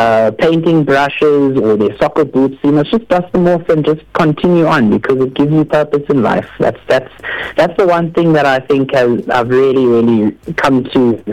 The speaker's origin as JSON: {"language": "English", "town": "Durban", "region": "KwaZulu-Natal", "country": "South Africa", "lives_now": "Johannesburg, South Africa", "said": "Well, I'm a 26-year-old singer-songwriter originally from Durban, KZN. Mm-hmm. And I've actually recently moved to the city of gold, Johannesburg, Sandton."}